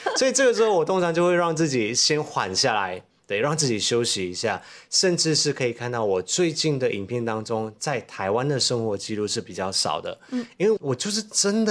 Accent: Malaysia; 因为刚好我上个礼拜回到我的家乡马来西

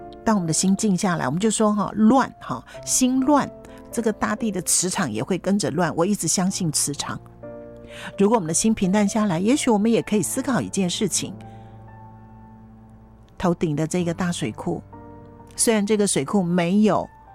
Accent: Hualien County, Taiwan; 对我们整体花莲人来说

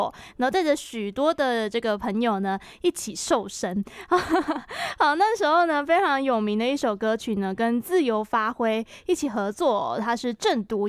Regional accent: Kaohsiung, Taiwan; 我是高雄的小朋友，

